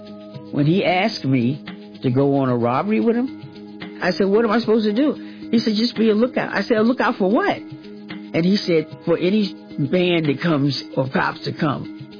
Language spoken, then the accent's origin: English; Teaneck, New Jersey, United States; also born or lived in Topeka, Kansas / Orlando, Florida; I was raised in Teaneck, New Jersey, 3 blocks from the … We all grew up together. Going between Teaneck, New Jersey, Topeka, Kansas, and Orlando, Florida, those are the places that I grew up.